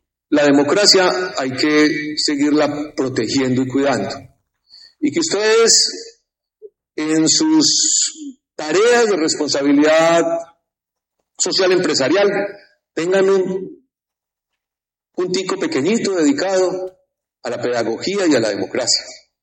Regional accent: Colombia

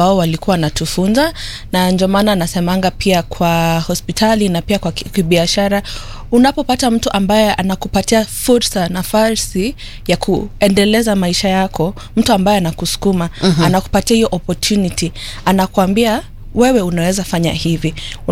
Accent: Nairobi, Kenya; also born or lived in Mwingi, Kitui; Na nilizaliwa humu Kenya, Nairobi. Lakini nyumbani kwetu ni Mwingi, Kitui. Huko njo tunapo wasili, alafu njo sasa nikaletwa nikasomea Nairobi. Sasa nilisoma Nairobi primary school.

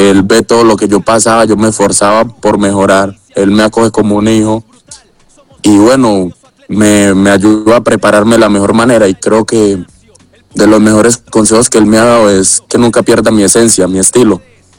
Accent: Antioquia, Colombia; now in Medellín, Colombia; dar ese salto de Urabá acá a Medellín a jugar

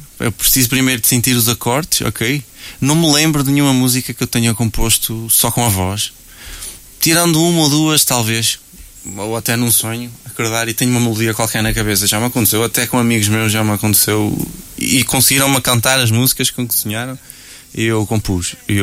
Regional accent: Cinfães, Norte, Portugal; moved away; also born or lived in Santarém; também mudei de vida, de Santarém para Sinfãs, minha terra natal.

